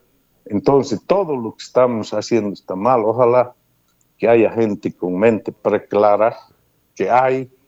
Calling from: Bolivia

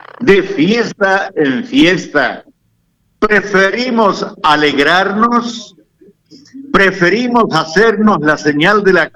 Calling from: Tarija, Bolivia; Nosotros somos tarijeños, tarijeños, tarijeños y siempre tarijeños.

